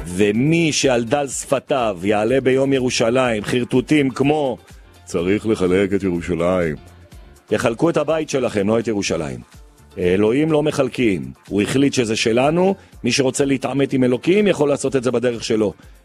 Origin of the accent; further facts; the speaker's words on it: Jerusalem, Jerusalem District, Israel; במהלך כל השנים שלי, בואו זה יותר משלושה עשורים, כירושלמי משוגע, אין בן אדם במדינת ישראל שלא יודע ירושלמי